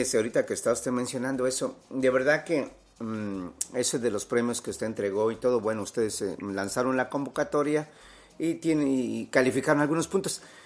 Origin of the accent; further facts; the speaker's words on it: Mexico; now in Passaic, United States; como decimos allá en México